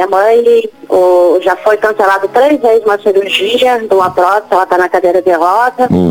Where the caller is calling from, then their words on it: Diamantino, Mato Grosso, Brazil; Eu falo de Diamantino, Mato Grosso.